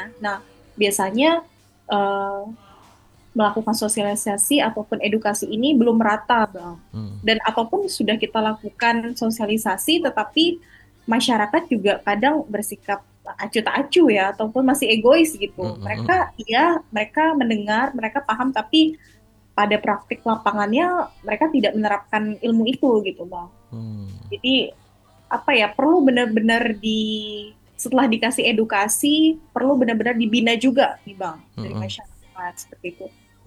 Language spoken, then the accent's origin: Indonesian; Sanggau, West Kalimantan, Indonesia; Saya asli Sanggau